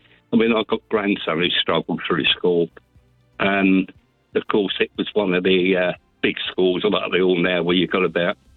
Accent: High Wycombe, South East England, United Kingdom; also born or lived in London; when I moved from London to High Wycombe, that school was a secondary modern school, and it was full up with great big lads who were farm labourers' boys

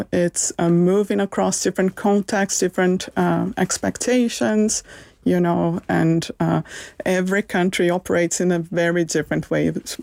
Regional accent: Belém, Pará, Brazil; moved away as an adult; now in London, United Kingdom; I'm from Brazil. I'm from the Brazilian Amazon, from a city called Belém.

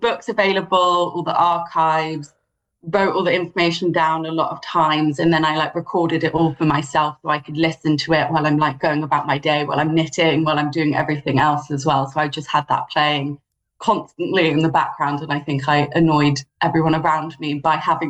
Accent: London, United Kingdom; Well, I grew up in London

